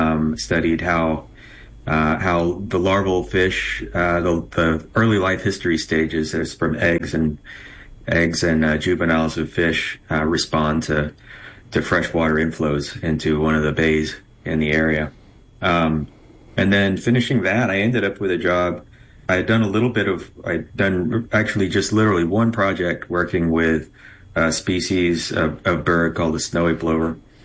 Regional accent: Clear Lake, Texas, United States; also born or lived in Brighton, England; now in Corpus Christi, United States; And I migrated here while I was quite young. My family had moved here, and I grew up near Clear Lake, basically between Houston and Galveston area.

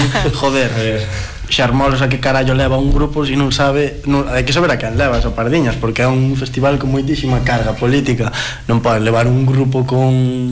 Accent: Castroverde, Galicia, Spain; É que eu son de Castro Verde, coñecíame todo o mundo.

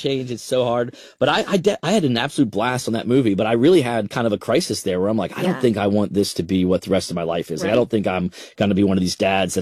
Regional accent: the South, United States; growing up in the South, there's a part of me that was always like ready to get out of there.

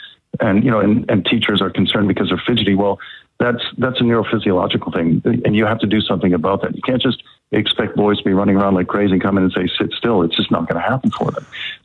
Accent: Canada; I am from Canada, and I do remember British Bulldog. Played it very feverishly as a young lad.

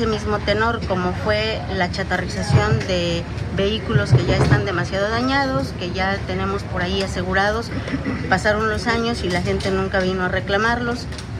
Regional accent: Guanajuato, Mexico; vengo de Guanajuato.

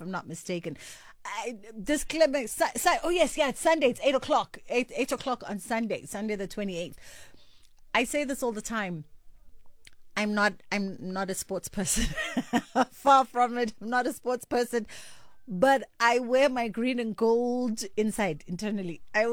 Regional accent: South Africa; what a way to wake up as a South African this morning.

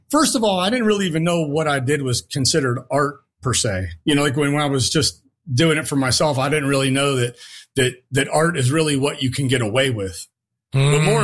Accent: Warren, Ohio, United States; Growing up in Warren was definitely an experience. When I was first growing up and I was younger, the steel mills were really popular.

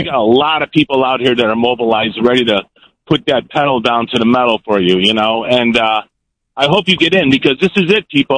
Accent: Calumet Park, Illinois, United States; I grew up in Calumet Park, and I saw that burn down. And my family was Democrat, and we were raised and born Democrats our whole life.

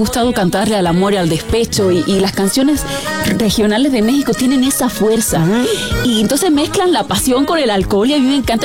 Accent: Cuba; born there; Y yo nací en Cuba, soy cubano.

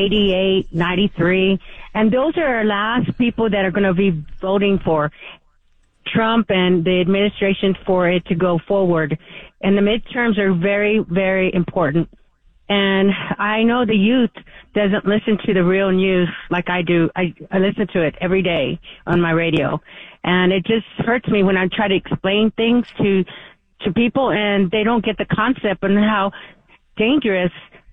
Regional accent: San Antonio, Texas, United States; Hey, well, I'm originally from San Antonio

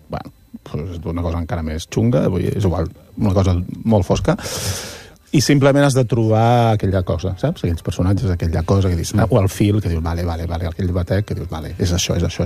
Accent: Taradell, Catalonia, Spain; que és d'on jo soc de Taradell

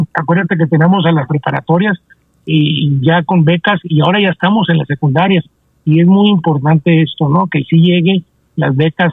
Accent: Mexico; No hay como los mexicanos que nos vamos del otro lado a hacer trabajos que muchos, muchos, muchos americanos no lo hacen

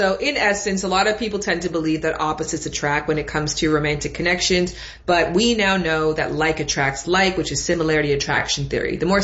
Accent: Canada; now in United States; which I love that stat because as a Canadian who now lives in America, sometimes there's this belief system that, oh, Canadians are very polite, we're very tame, we're very mild.

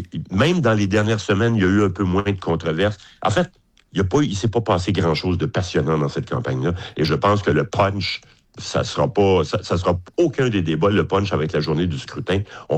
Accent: Quebec, Canada; chez nous au Québec

